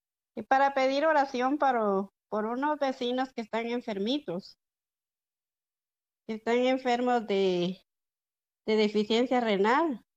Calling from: Guatemala City, Guatemala Department, Guatemala; de la ciudad de Guatemala.

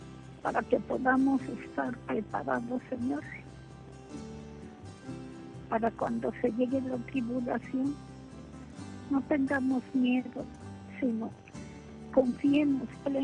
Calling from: Guadalajara, Jalisco, Mexico; De aquí, de Guadalajara.

